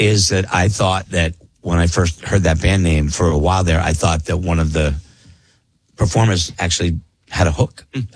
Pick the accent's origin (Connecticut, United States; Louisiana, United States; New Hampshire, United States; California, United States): New Hampshire, United States; we're from New Hampshire.